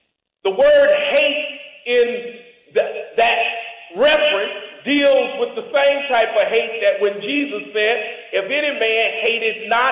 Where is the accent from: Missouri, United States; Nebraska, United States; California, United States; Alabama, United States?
Alabama, United States; Alabama, my hometown. Hallelujah. I was born and raised in Alabama.